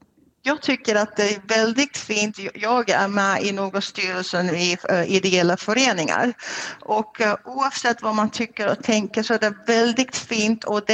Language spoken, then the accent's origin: Swedish; Ireland; Swedish is a second language; now in Strömsund, Sweden; eftersom jag är inte svensk, jag flyttade hit från Irländerna för 10 år sedan.